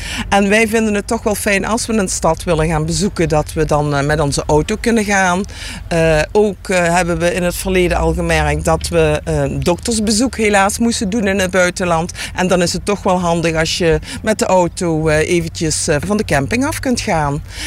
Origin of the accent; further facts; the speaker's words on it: Maastricht, Limburg, Netherlands; Wij komen uit Maastricht, uit het diepe zuiden.